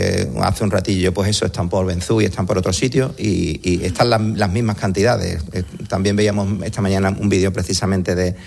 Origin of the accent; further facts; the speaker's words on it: Ceuta, Spain; somos de Ceuta y somos así, no nos hemos hecho así porque vivimos al lado, sabemos de quién es nuestro vecino, sabemos que vivimos en una ciudad con muchos militares